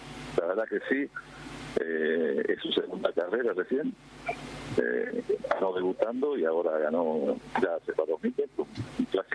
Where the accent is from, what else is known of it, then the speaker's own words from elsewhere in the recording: Esquina, Corrientes, Argentina; yo soy del interior, de Esquina, Corrientes. Venía con mi socio, mi señora y mi hijo. Vivimos ahí.